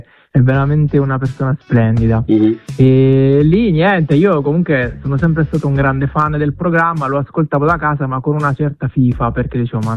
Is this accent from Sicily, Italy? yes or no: yes; Vittoria, Sicily, Italy